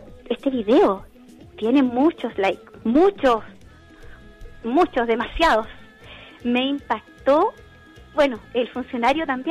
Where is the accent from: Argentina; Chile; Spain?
Chile; Tomé, Biobío; Nosotros somos de Tomé